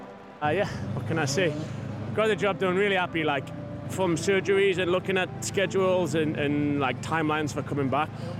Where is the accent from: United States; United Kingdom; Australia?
United Kingdom; England; I was brought up in the rain, we're from England